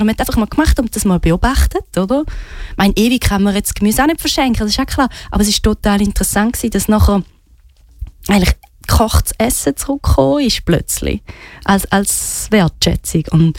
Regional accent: Switzerland; born there

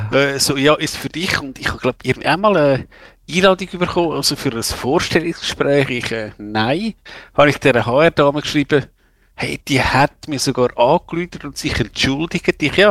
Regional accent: Zurich, Switzerland; Also, ja, ich kann sagen, Kappel am Albis ist jetzt, ja, da bin ich irgendwo aufgewachsen in der Nähe.

